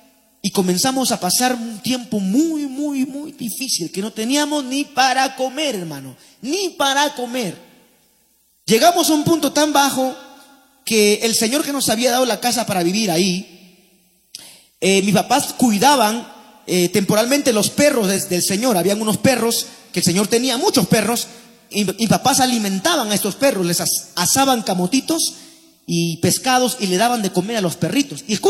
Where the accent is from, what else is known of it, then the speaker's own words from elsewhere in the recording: Paiján, La Libertad, Peru; en su pueblito nada más, en Paiján